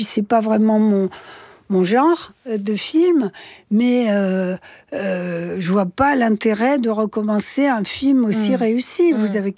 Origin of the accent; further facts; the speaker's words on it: south of France, France; J'ai beaucoup lu Giono cet été, parce que je suis du Sud